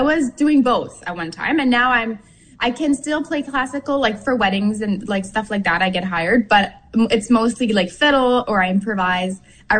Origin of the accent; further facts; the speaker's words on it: Canada; I mean, I'm French Canadian, so in our roots and in my blood, there's like the fiddle, like the trad French music.